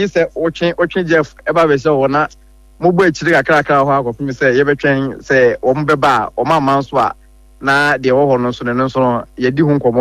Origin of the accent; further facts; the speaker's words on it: Accra, Greater Accra, Ghana; I'm from Raya, Accra, the capital city of Ghana